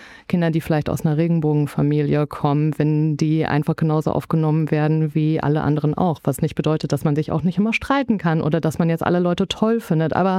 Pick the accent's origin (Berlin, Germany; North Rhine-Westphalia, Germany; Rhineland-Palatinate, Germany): North Rhine-Westphalia, Germany; Düsseldorf